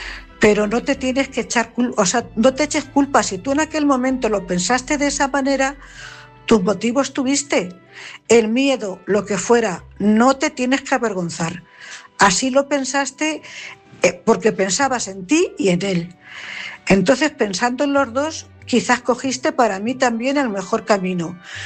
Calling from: Cuenca, Castilla-La Mancha, Spain; corresponsal de Cuenca.

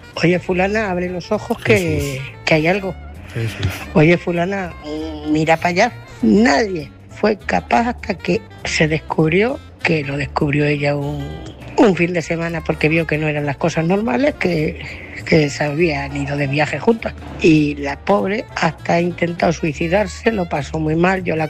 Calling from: Ciudad Real, Castilla-La Mancha, Spain; de Ciudad Real.

